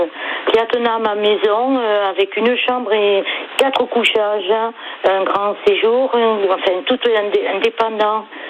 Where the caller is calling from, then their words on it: Gamarde-les-Bains, Nouvelle-Aquitaine, France; Je vous appelle du sud des Landes, exactement à Gamard-les-Bains. C'est à 7 km au sud de Pontong-sur-Adour, entre Mont-de-Marsan et Dax.